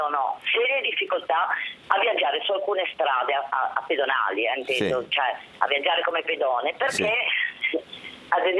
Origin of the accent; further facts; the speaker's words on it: Genoa, Liguria, Italy; No, no, io sono proprio genovese di Genova